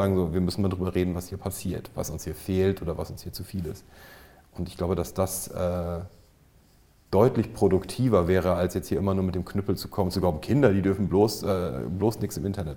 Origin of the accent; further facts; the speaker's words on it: Northern Germany, Germany; born there; Ich bin ja in Norddeutschland geboren